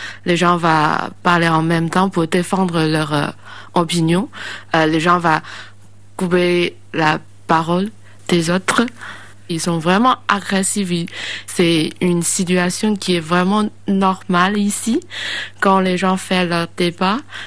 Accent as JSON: {"language": "French", "country": "China", "second_language": "French", "lives_now": "Paris, France", "said": "j'ai 24 ans, je suis chinoise. Maintenant, j'étudie en langue, interprétation et en stratégie interculturelle à Paris Cité."}